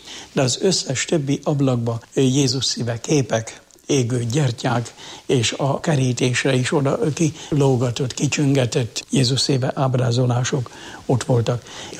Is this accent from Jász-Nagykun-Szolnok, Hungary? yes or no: yes; Jászárokszállás, Jász-Nagykun-Szolnok, Hungary; moved away as an adult; now in Jászberény, Hungary; Szülőhazám Jászárokszállás